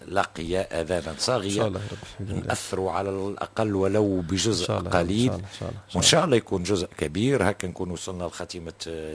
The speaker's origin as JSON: {"language": "Arabic", "country": "Tunisia", "accent": "Tunisian", "said": "في دارجتنا التونسية"}